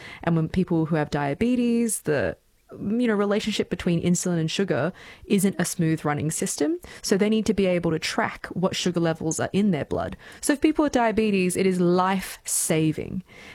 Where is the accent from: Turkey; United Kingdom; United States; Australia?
Australia; Gold Coast, Queensland; I'm born and raised on the Gold Coast. It's in my blood.